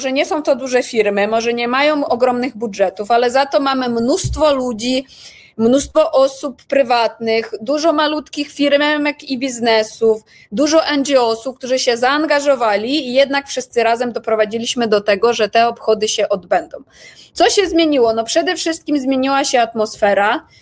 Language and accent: Polish; Ukraine; now in Poland; my jako społeczność, jako Ukraińcy przede wszystkim mieszkający w Polsce, nie możemy przeczekać niepodległości Ukrainy